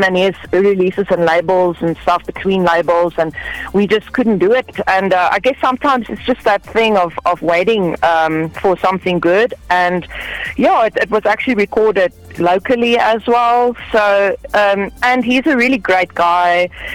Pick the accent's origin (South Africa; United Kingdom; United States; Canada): South Africa; oh, I'm from South Africa and I don't know, like, if my music, you know, is up to standard to the rest of the world.